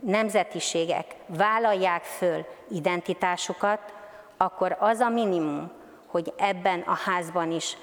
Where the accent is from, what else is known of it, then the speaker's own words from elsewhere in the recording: Romania; egy állampolgárságom van, soha nem is volt kettő. És büszke vagyok, hogy román vagyok.